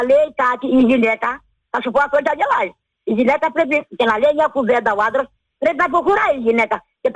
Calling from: Peloponnese, Greece; Εγώ είμαι από την Αρκαδία.

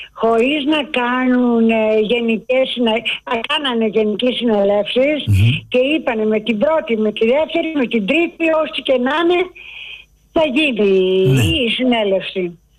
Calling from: Cholargos, Attica, Greece; είμαι από το Χολαργό.

